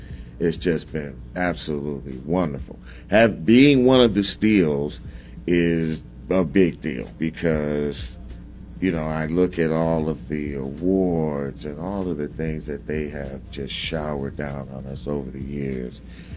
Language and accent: English; Gary, Indiana, United States; when I was real young, man, growing up in Gary, Indiana